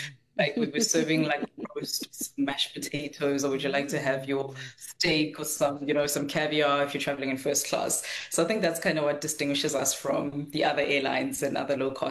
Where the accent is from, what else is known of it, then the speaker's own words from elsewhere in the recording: Pietersburg, Limpopo, South Africa; also born or lived in Pretoria; So yeah, I was born in Limpopo, Pietersburg. I've been a bit sad that they changed the name now, because I don't know, I feel like Pietersburg has like such a, you know, it's a sentimental place for me. But anyways, grew up in Limpopo, and also in Pretoria.